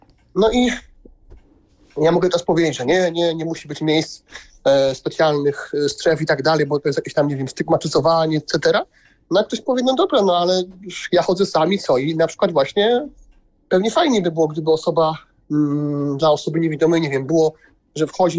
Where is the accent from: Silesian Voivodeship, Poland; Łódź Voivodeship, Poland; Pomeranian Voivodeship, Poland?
Silesian Voivodeship, Poland; now in Katowice, Poland; bo ja akurat jestem ze Śląska, więc tych duża aglomeracja